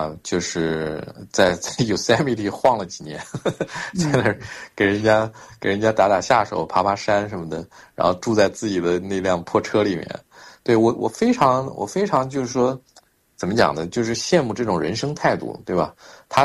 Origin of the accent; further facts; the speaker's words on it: China; 我们中国人